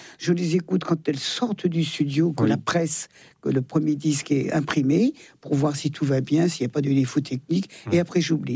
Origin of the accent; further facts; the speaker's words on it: Auvergne-Rhône-Alpes, France; habitudes savoyardes. Je suis plus savoyarde que française, d'ailleurs. D'ailleurs, les Savoyards, on est français depuis 150 ans.